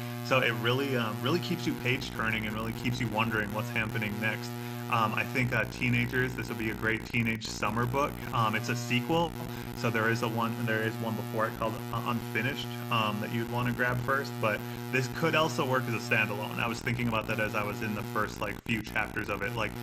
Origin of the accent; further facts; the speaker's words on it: Red Lake, Minnesota, United States; now in Denver, United States; Like, I live in Denver, but I'm from the Red Lake Indian Reservation in northern Minnesota. And over the past, like, 15 or 20 years of living away from my family and away from my community, you get homesick